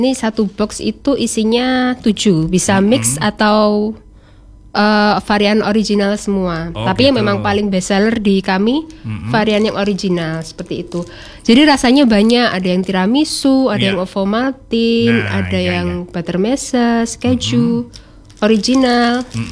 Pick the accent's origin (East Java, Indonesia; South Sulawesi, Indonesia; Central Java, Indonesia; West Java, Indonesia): East Java, Indonesia; Blitar; moved away as an adult; now in Malang, Indonesia; saya itu asalnya dari Blitar